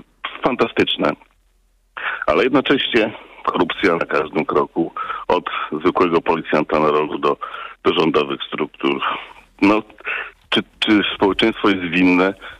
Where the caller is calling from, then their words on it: Lubusz Voivodeship, Poland; jestem potomkiem uchodźców z Wołynia, tak? My tu na ziemi lubuskiej przeżywamy Krwawą Niedzielę